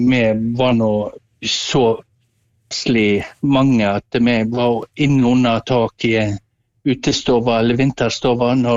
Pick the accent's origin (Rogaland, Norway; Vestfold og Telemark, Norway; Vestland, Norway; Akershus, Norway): Vestland, Norway; Osterøy; Du, jeg befinner meg på Osterøy. Jeg er født opp og vokst og bor på Osterøy.